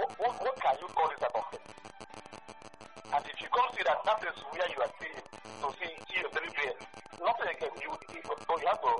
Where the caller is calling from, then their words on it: Accra, Greater Accra, Ghana; because I'm calling from Accra.